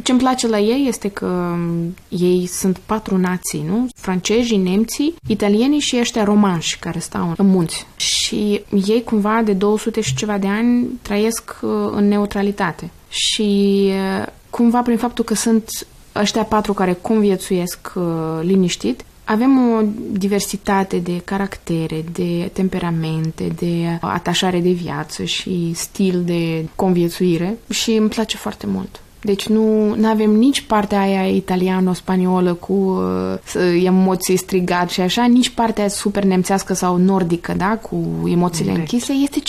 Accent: Chișinău, Moldova; born there; Eu m-am născut în 1988 la Chișinău.

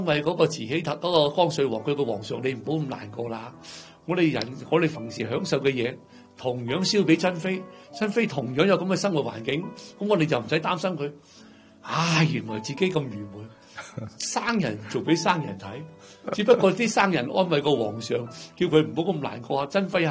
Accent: China; 点解大家有个中国人嘅社会，点解你基督西方文化点解入侵我中国人嘅思想？

